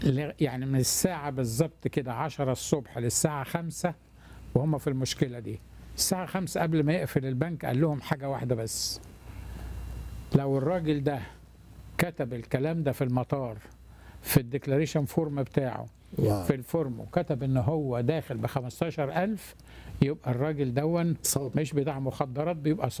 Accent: Egypt; now in United States; انا امريكاني مصري جزائري

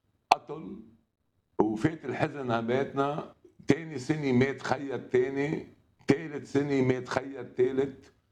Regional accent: Lebanon; ولاني جاي من خلفيه سياسيه بلبنان، انا حزب لبناني

